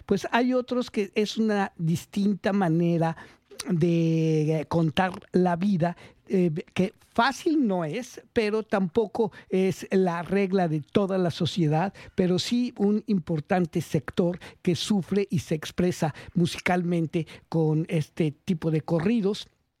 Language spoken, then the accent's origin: Spanish; Mexico City, Mexico; siendo yo un capitalino de la ciudad capital, de la Ciudad de México, cuando llegué por allá es otro tipo de música